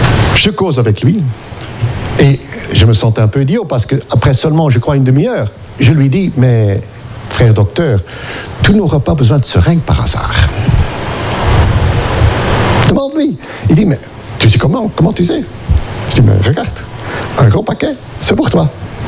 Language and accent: French; Belgium; comme on dit chez nous en Belgique.